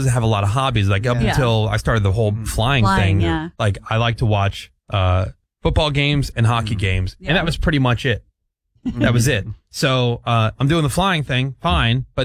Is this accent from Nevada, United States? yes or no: no; Detroit, Michigan, United States; You know, like, I'm from Detroit.